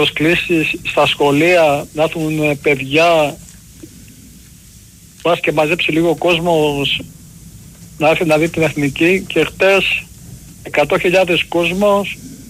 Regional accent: Chania, Crete, Greece; είμαι από Χανιά.

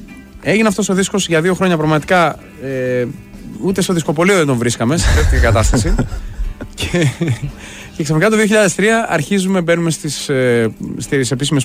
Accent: Thessaloniki, Central Macedonia, Greece; also born or lived in Paris, France; Ήρθα 5 χρονών με τους γονείς μου από Γαλλία, Ελλάδα και από τότε δεν έφυγα από τη Θεσσαλονίκη καθόλου.

